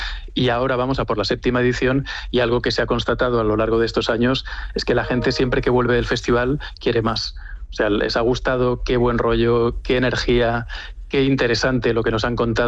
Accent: Extremadura, Spain; como extremeños, el hecho de que siempre se ha tenido una especial atención con eso que se ha llamado la raya

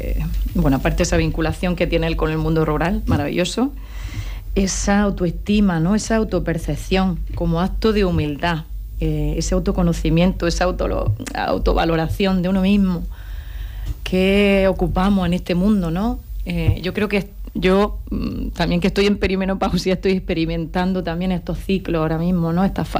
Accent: Líjar, Andalusia, Spain; moved away as an adult; now in Almería, Spain; Él es de Cherco, yo soy de Líjar, 2 pueblos muy pequeñitos también. A lo largo de nuestra formación profesional estuvimos fuera, viviendo fuera de España.

